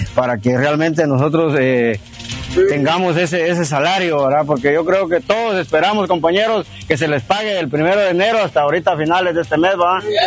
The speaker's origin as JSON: {"language": "Spanish", "region": "Petén", "country": "Guatemala", "said": "nosotros los merecemos como guatemaltecos, porque realmente nosotros los peteneros tenemos una fortuna aquí en Petén"}